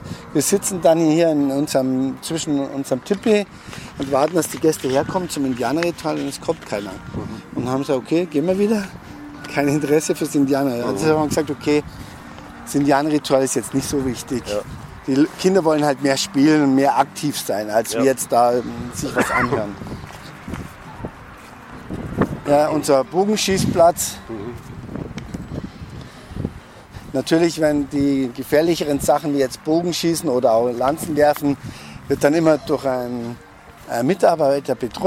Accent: Tüßling, Bavaria, Germany; Ich komme aus Tüßling, das ist bei Altötting.

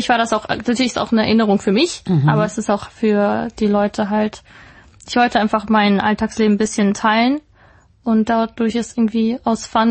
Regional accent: Germany; moved away as an adult; now in South Korea; ich komme aus Deutschland. Ich lebe schon seit 4-5 Jahren in Korea

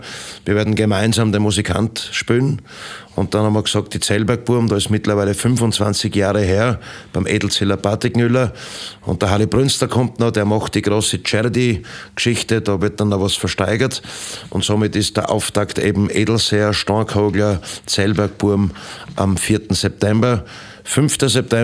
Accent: Styria, Austria; Dann habe ich gesagt, nein, ich bin ein Steirer.

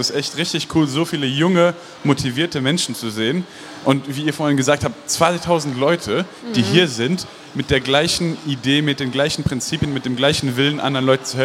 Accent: Luxembourg; moved away as an adult; Ich bin aus Luxemburg geboren und dort aufgewachsen.

